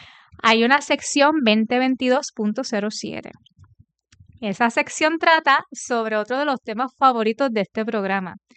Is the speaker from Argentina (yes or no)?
no; Orocovis, Puerto Rico; o una finquita en Orocovis, en mi pueblo